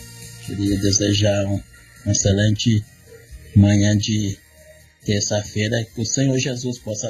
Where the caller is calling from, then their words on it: Minas Gerais, Brazil; sou da cidade de Rio Prascaba, Minas Gerais. Congrego na Igreja Tempo Apostal, Nação Santa de Adonai.